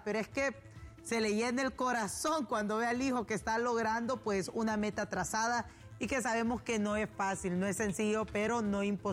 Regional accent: Honduras; como hondureños nos alegra.

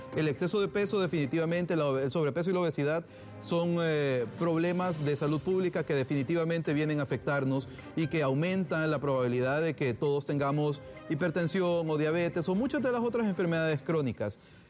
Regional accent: Honduras

